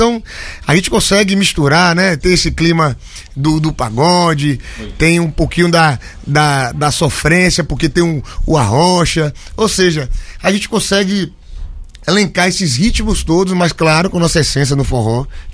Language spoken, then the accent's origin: Portuguese; Taperoá, Bahia, Brazil; eu tenho um orgulho de ser tuberaense